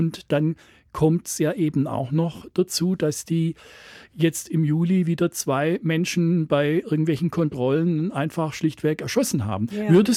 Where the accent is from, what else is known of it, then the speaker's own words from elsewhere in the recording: Germany; als Deutscher